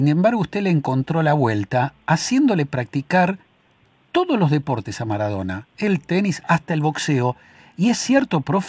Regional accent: Argentina

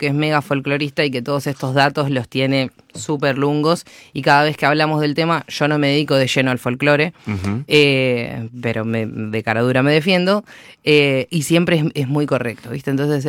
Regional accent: Burzaco, Buenos Aires Province, Argentina; Yo soy de Bursaco y tengo el estudio en Lanús.

